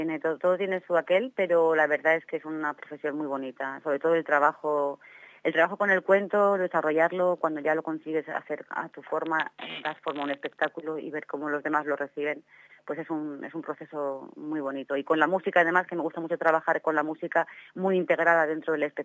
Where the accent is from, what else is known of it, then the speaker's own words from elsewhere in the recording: Vejer de la Frontera, Andalusia, Spain; Pues mira, también del mar, de Cádiz. Estamos en Conil, en Vejer de la Frontera estamos.